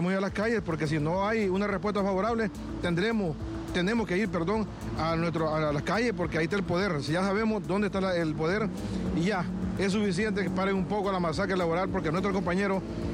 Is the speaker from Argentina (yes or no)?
no; Honduras; Somos hondureños